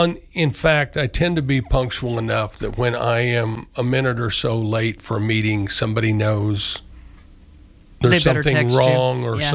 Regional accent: Morganville, United States; Morganville is my hometown.

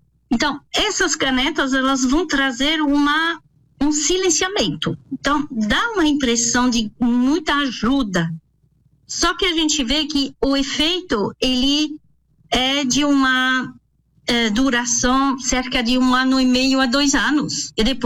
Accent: France; also born or lived in United States; now in Brazil; porque eu sou francesa, naturalizada no Brasil, agora sou brasileira, há 26 anos que eu estou no Brasil, e morei também 9 anos nos Estados Unidos.

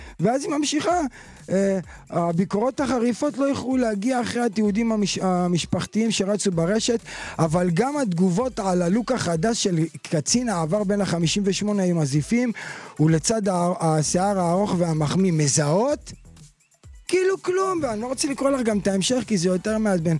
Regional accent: Beit Shemesh, Jerusalem District, Israel; גדלתי בבית שמש.

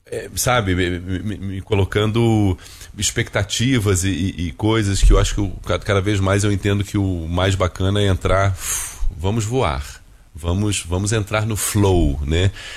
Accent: Rio de Janeiro, Brazil; born there; also born or lived in Brasília / United States / Portugal; Com 4 anos eu fui parar no Rio de Janeiro e lá fiquei.

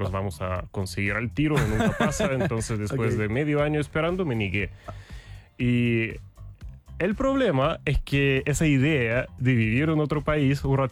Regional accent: Rybinsk, Yaroslavl Oblast, Russia; Spanish is a second language; moved away as an adult; also born or lived in Saint Petersburg, Russia; now in Chile; yo nací en una ciudad bien chica, se llama Rybinsk. Prácticamente nadie la ubica, por supuesto, pero claro, siempre digo que soy de San Petersburgo porque ahí viví muchos años. Ahí estudié en la universidad

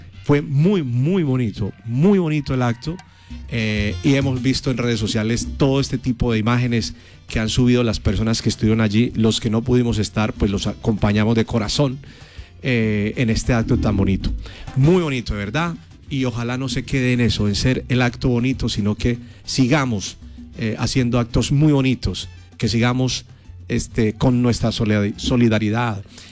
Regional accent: Medellín, Antioquia, Colombia; also born or lived in Girardota, Antioquia; now in Pereira, Colombia; Yo soy más paisa que la arepa. Yo soy de Medellín, Antioquia. Mi cédula dice Medellín, nacido en el Pablo Tobón Uribe, Hospital Pablo Tobón Uribe. Viví en Manrique, en Guayabal La Raya.

